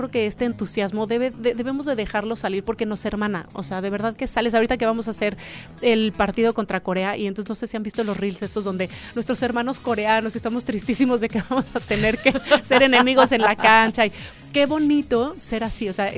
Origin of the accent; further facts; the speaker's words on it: Mexico; tenemos los mexicanos que somos creativos y tenemos la euforia y la pasión